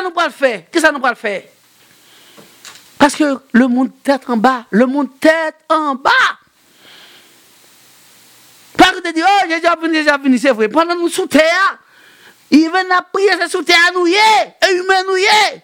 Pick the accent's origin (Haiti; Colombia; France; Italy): Haiti; Mais nous sommes des Haïtiens, nous sommes Haïtiens.